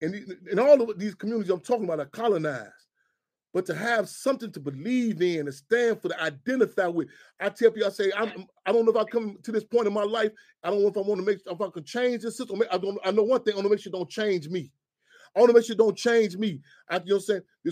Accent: Chicago, Illinois, United States; I tell people one thing about, I'm so glad I grew up in Chicago. I'm so glad I grew up in this city structure.

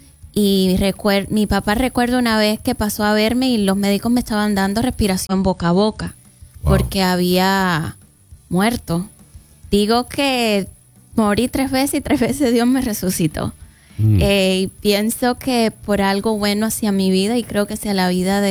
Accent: Placetas, Villa Clara, Cuba; born there; Yo nací en Placetas, pero me trasladé hacia Santa Clara

